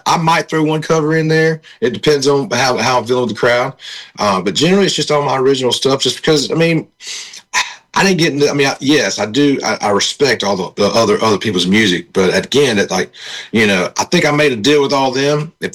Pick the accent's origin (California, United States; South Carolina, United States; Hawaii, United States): South Carolina, United States; I'm from South Carolina, and that sound, you know, kind of has like a, you know, a gospely, bluesy, swampy kind of thing to it.